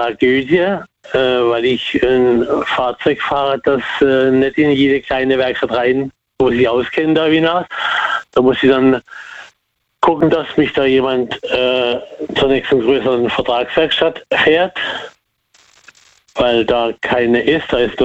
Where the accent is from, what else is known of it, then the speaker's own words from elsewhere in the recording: Karlsruhe, Baden-Württemberg, Germany; born there; also born or lived in Ettlingen; now in Muggensturm, Germany; Ich bin gebürtiger Karlsruher.